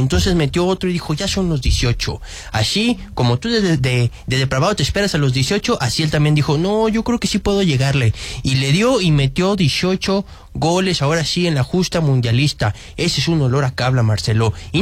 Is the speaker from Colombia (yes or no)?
no; Mexico; cómo somos los mexicanos